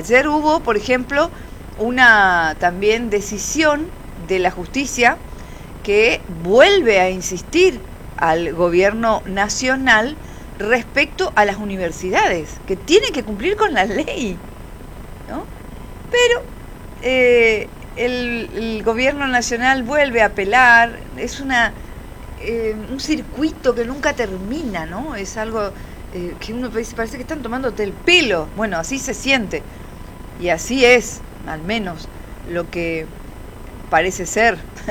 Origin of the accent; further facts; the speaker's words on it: Misiones, Argentina; lo que nos pasa como argentinos, como misioneros, como vereños